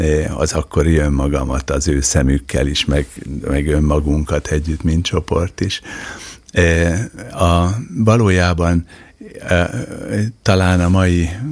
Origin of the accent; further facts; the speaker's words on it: Miskolc, Borsod-Abaúj-Zemplén, Hungary; born there; 50 éve, hogy az általános iskolás életünket befejeztük, ahol egy nagyon összetartó jó közösségünk volt Miskolcon